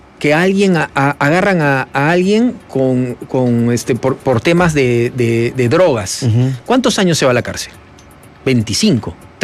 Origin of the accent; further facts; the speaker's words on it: Peru; cuando nosotros miramos 15.000 como peruanos